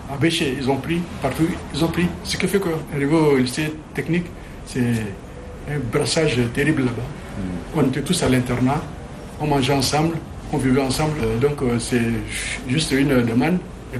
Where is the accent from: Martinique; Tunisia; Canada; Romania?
Romania; moved away as an adult; je lui ai dit que voilà, je suis étudiant, je viens de la Roumanie, j'ai mon diplôme, je suis un ingénieur